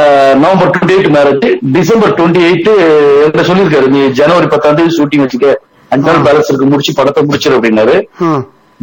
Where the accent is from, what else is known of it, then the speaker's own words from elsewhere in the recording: Valliyur, Tamil Nadu, India; now in Chennai, India; இல்ல, என்னுடைய சொந்த ஊர் வந்து திருநெல்வேலி.